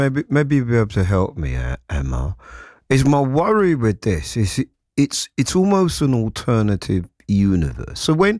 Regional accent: London, United Kingdom; I felt like I'd abdicated my responsibility as a Londoner, as a citizen of the world

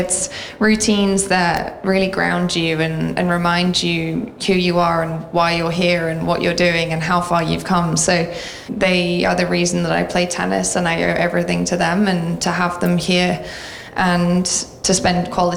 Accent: Nottingham, East Midlands, United Kingdom; always feel great coming back to Nottingham. Every time I step into here, it's like going home. It's my hometown. It's my home place.

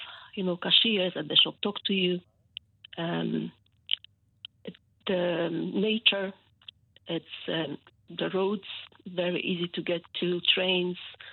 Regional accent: Poland; English is a second language; moved away as an adult; also born or lived in Edinburgh; now in United Kingdom; Yeah, I moved here in 2005 from Poland.

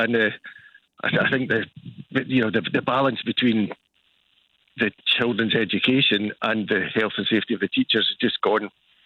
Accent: Dumfries, Scotland, United Kingdom; I'm actually from Dumfries originally

